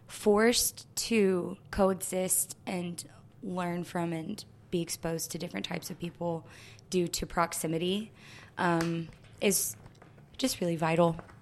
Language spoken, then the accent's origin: English; North Little Rock, Arkansas, United States; moved away as an adult; also born or lived in upstate New York; I was born in Little Rock. I was raised in North Little Rock, Dogtown Pride. I graduated from North Little Rock High School, and then I moved to upstate New York. I graduated from Ithaca College in 2017.